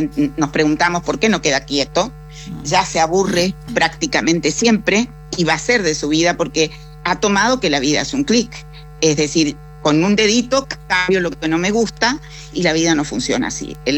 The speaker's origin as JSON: {"language": "Spanish", "region": "Chaco", "country": "Argentina", "also_born_or_lived": "Formosa", "said": "yo que soy criada, prácticamente yo soy de Chaco por todo lo que he pasado en la vida"}